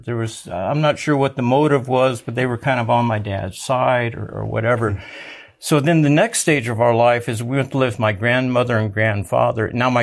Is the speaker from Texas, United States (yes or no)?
yes; San Antonio, Texas, United States; born there; Well, I was born in San Antonio, Texas, and the Lord blessed me with quite a bit of adversity.